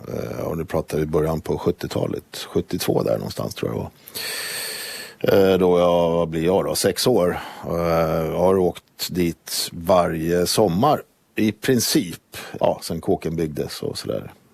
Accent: Finland; Vad de inte visste däremot, det var att jag var finsk medborgare.

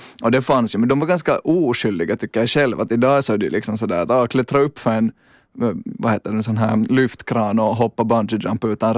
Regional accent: Espoo, Uusimaa, Finland; jag är från Esbo för de som inte vet, så där finns ett högt tv/radiomast som är 325 meter högt

